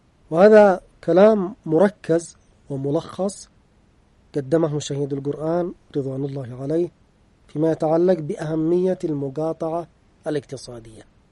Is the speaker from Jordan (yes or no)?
no; Yemen; عندنا في اليمن